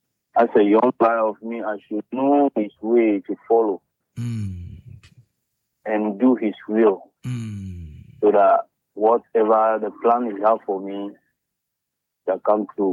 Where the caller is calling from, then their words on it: Volta, Ghana; I'm calling from Volta Region.